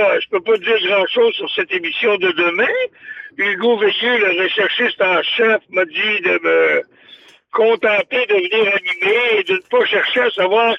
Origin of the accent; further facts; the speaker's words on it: Quebec, Canada; on est des Gaulois, les Québécois, donc on a été obligé de se débrouiller avec peu.